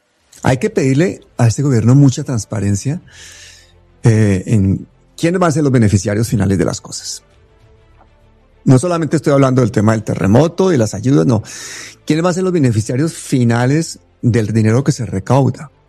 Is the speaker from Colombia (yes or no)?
yes; Colombia; nuestra posición en este momento como pueblo colombiano